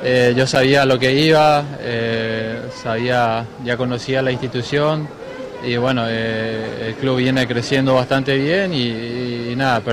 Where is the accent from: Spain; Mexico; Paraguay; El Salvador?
Paraguay; moved away; muy contento por volver a mi país.